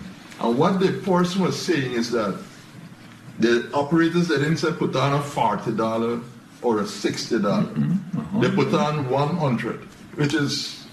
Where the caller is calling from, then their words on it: Mahaica, Demerara-Mahaica, Guyana; I hail from Mahaika. I live at Mahaika. Not really from Mahaika, but I've been living there for 50 years.